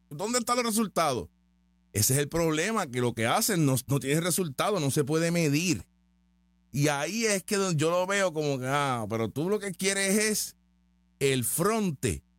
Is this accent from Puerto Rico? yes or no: yes; Puerto Rico; yo soy puertorriqueño.